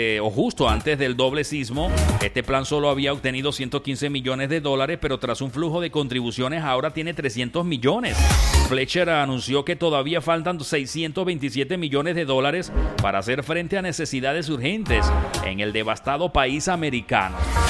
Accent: Venezuela; moved away; como cualquier venezolano en el mundo, sabemos cómo se mueven las cosas allá en Venezuela.

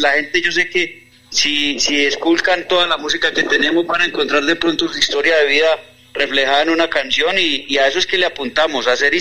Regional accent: Marinilla, Antioquia, Colombia; yo soy de Marinilla y mi compañero es de Argelia, Antioquia. Dos montañeros del oriente de Antioquia

